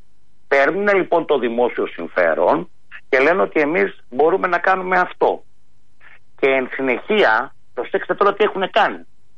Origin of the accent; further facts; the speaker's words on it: Central Greece, Greece; στην πατρίδα μου την Εύβοια. Αν περάσετε πάνω από την Εύβοια, κύριε Μπογιόπουλε, είναι σαν σκατζόχυρος, ειδικά στην Νότια Εύβοια